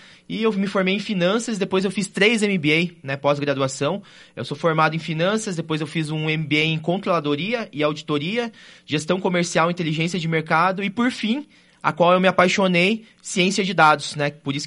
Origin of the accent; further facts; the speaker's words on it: Curitiba, Paraná, Brazil; also born or lived in Bauru, São Paulo; Eu nasci em Bauru, São Paulo, mas sou de coração curitibano, né, que vim muito cedo pra cá